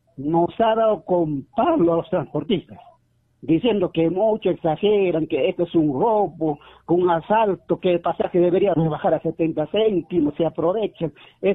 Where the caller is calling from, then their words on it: Juliaca, Puno, Peru; de Juliaca.